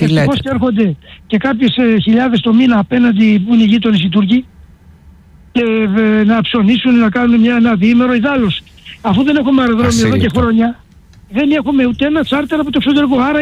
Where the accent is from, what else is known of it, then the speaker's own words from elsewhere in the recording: Chios, North Aegean, Greece; Ξέρετε πώς ο τόπος μου, πανέρχομαι, γιατί εντάξει, είμαι και βουλευτής του τόπου, της Χίου.